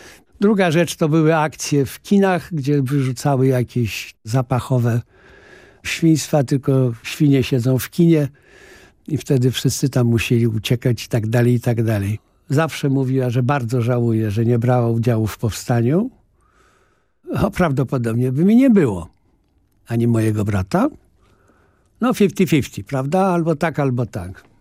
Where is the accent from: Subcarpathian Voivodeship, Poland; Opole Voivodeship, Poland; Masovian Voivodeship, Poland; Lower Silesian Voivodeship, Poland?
Masovian Voivodeship, Poland; Warsaw; W związku z tym przeprowadziliśmy się do Warszawy. Ja urodziłem się na Pradze w Szpitalu Praskim. I dlatego mój brat zawsze mówił, że ja się urodziłem na Pradze, nie w Warszawie. Mieszkaliśmy potem na ulicy Mokotowskiej, naprzeciwko Chopina